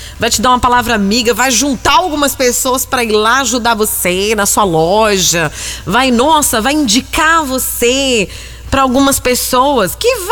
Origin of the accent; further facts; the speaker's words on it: Brazil; Eu assumo que eu sou Brasil. Que eu sou brasileiro e eu gosto de falar brasileiro.